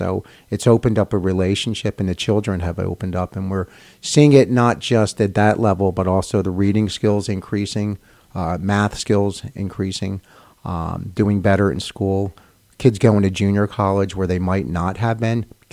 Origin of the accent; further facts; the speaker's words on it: Philadelphia, Pennsylvania, United States; now in Cape May, United States; So growing up, Victor, you and I have grown up pretty similar. We grew up in Housing Authority in Philadelphia